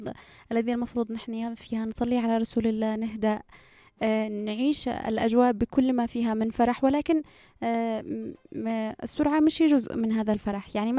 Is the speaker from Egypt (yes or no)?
no; Yemen; إحنا اليمنيين